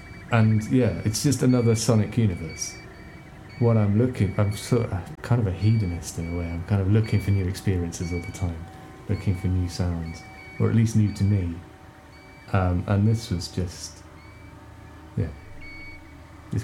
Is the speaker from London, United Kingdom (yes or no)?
no; Shetland Islands, Scotland, United Kingdom; moved away as an adult; I grew up on the Shetland Islands, out in the middle of the North Sea